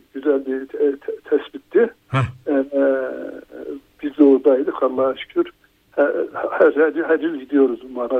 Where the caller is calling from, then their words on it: Erzurum, Turkey; Erzurum'dan arıyorum